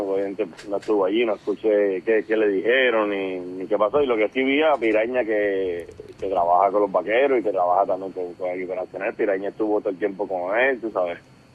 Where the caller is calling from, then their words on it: Bayamón, Puerto Rico; Buenos días … de Bayamón, Levitón.